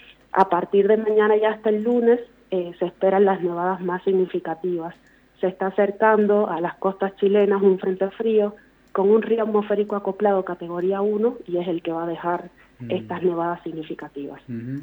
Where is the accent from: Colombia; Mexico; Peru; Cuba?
Cuba; moved away